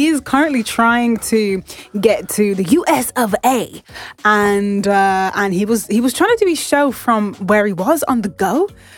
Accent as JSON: {"language": "English", "town": "Birmingham", "region": "West Midlands", "country": "United Kingdom", "said": "I am from Birmingham. I'm just not a man from Birmingham."}